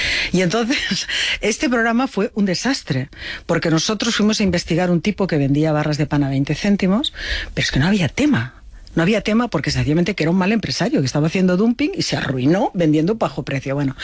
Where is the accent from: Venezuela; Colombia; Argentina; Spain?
Spain